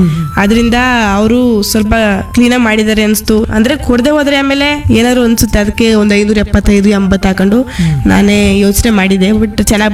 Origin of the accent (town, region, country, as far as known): Mysuru district, Karnataka, India